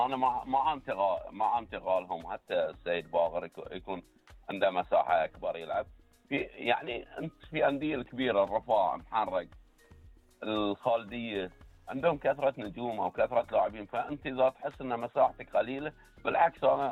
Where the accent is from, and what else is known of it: Bahrain